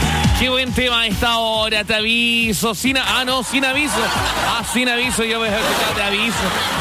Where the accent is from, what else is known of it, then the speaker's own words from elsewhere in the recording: Valdivia, Los Ríos, Chile; Valdivia, qué lindo Valdivia. A mí me gusta Valdivia, saludos a Valdivia. Tremendo, mi ciudad natal.